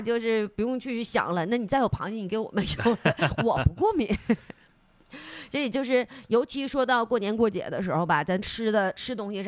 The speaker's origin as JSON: {"language": "Chinese", "country": "China", "said": "其实我们中国人还是挺皮实的"}